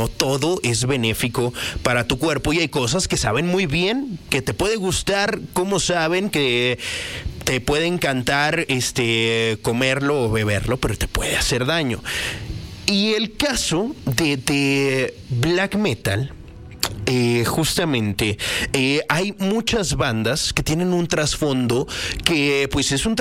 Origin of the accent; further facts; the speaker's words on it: Mexico; somos mexicanos